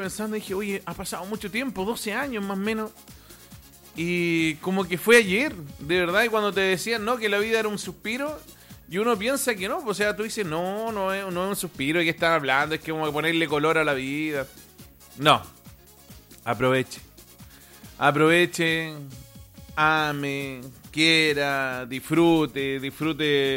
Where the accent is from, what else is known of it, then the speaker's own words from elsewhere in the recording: Curicó Province, Maule, Chile; born there; por algo nacimos en Chile, en la provincia de Curicó.